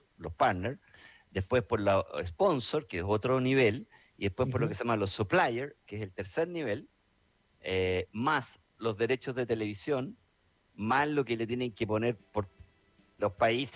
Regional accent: Chile; nosotros como chilenos de fútbol no podemos decir que la gente es mala

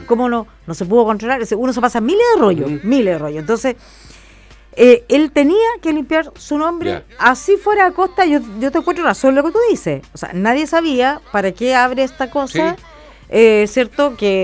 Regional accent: Chile; somos buenos los chilenos para los rumores, po.

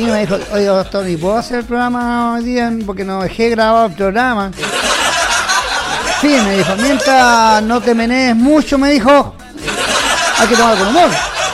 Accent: Chile; somos chilenos

